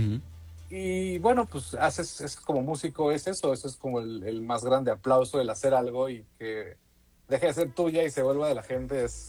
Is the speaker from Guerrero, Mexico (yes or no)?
no; Veracruz, Mexico; Los latidos de infancia, vivir cerca del mar, porque soy de Veracruz